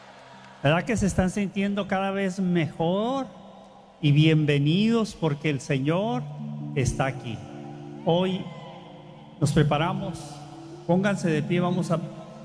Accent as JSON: {"language": "Spanish", "town": "Tijuana", "region": "Baja California", "country": "Mexico", "said": "yo soy de Tijuana, nací en Tijuana."}